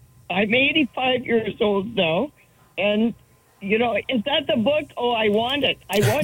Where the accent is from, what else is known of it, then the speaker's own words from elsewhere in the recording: Vancouver, British Columbia, Canada; born there; now in Kelowna, Canada; I was born in Vancouver in 1940 at St. Paul's Hospital.